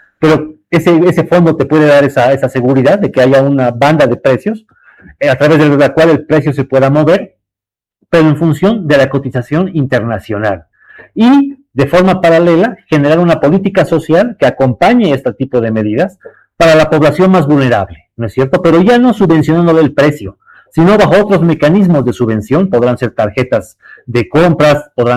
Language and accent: Spanish; Bolivia; No podemos seguir como bolivianos esperando que una autoridad de turno sea la que decida si el precio sube o baja.